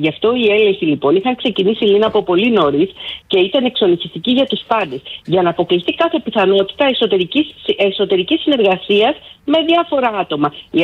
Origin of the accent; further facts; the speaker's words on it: Greece; η νίκη του Ολυμπιακού μας έκανε περήφανους σαν Έλληνες.